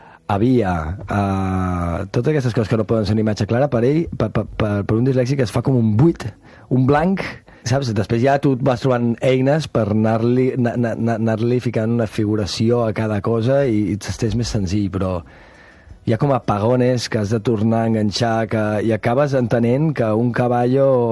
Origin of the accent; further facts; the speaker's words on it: Verges, Catalonia, Spain; also born or lived in Rupià; La meva infància rural. Pues sí, pues una infància de poble, d'un poble de 1.000 habitants, i a cavall entre el Rupià, que té 200, i pues de llibertat, de comunitat de poble, de gent d'allà, d'influència de l'Empordà